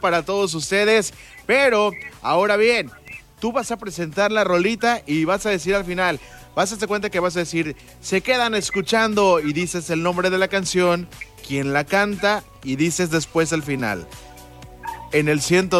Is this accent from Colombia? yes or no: no; Mexico; yo también soy de ahí, oriundo de ahí, de la Laredo, de esos aguerridos de ahí de la colonia.